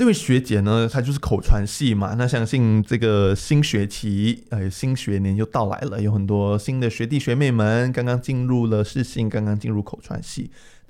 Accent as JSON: {"language": "Chinese", "country": "Malaysia", "said": "我们马来西亚人会讲做工。"}